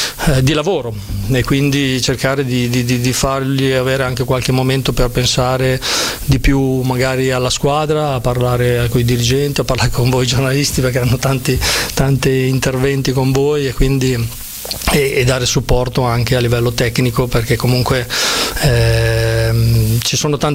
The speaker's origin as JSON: {"language": "Italian", "town": "Bologna", "region": "Emilia-Romagna", "country": "Italy", "said": "sono di Bologna"}